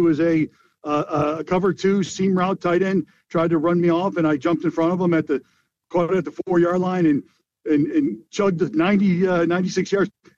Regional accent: Des Plaines, Illinois, United States; Yeah, so I grew up in Des Plaines, Illinois. Went to Forest View High School

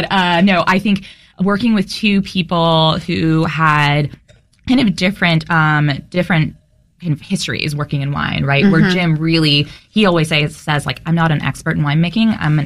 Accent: South Korea; So, like, I grew up in Korea, so I grew up around fermentation.

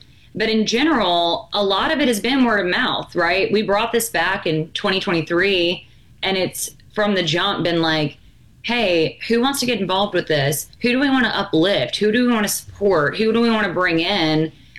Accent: Jackson, United States; Like, I'm from Jackson. We went to Casey together.

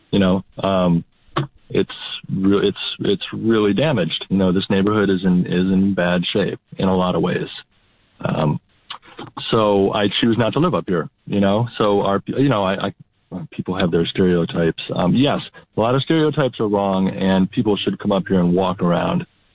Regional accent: Pittsburgh, Pennsylvania, United States; now in Rochester, United States; I grew up in Pittsburgh, and I stick out like a sore thumb.

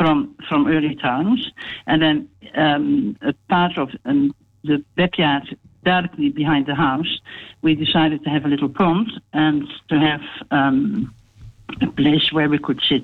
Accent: Netherlands; now in Australia; we came here in the 1980s, and I came from Holland. I must say I was rather blown away by the Australian natives.

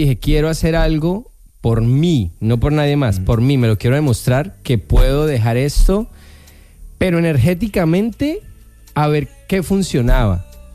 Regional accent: Colombia; yo soy colombiano, sin miedo a nada.

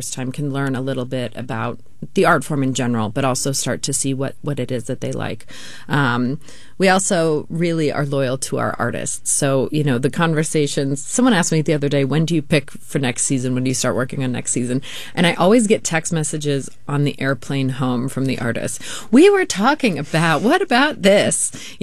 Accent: Lake Tahoe, United States; I mean, Lake Tahoe, I'm not complaining. Growing up in Lake Tahoe is a really fabulous thing. Don't get me wrong. But, you know, and yes, I was put on skis and all

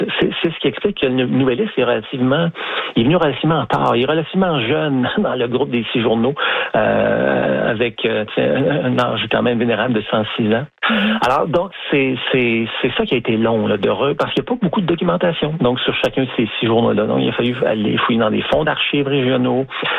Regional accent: Montreal, Quebec, Canada; je suis un Montréalais.

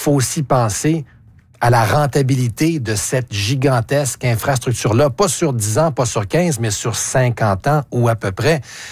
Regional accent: Quebec, Canada

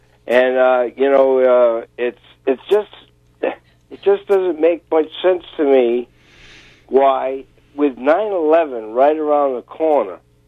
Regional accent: Danielson, Connecticut, United States; I have a very close friend that I grew up with here in Danielson

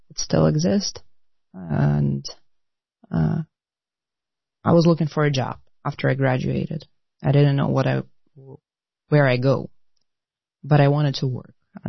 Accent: Ukraine; So Ukraine is a very beautiful country. It has the mountains on the west, the Black Sea on the south, plenty of parks

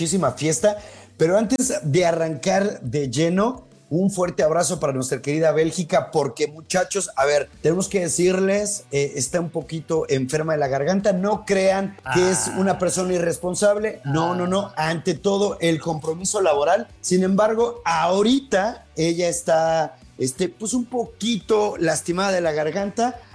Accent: Mexico; así somos los mexicanos, unos locos gitanos, soñadores y aventureros.

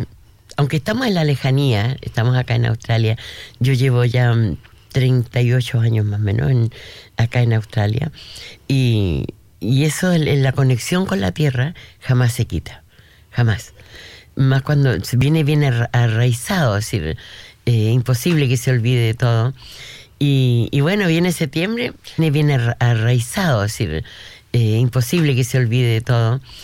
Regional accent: Talcahuano, Biobío, Chile; born there; Primero porque nací en Chile, nací en un puerto campo en Talcahuano, en el sur de Chile.

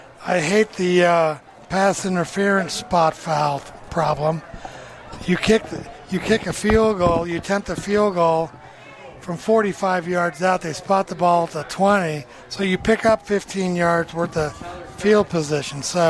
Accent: Germany; accent: German; moved away; With my German accent.

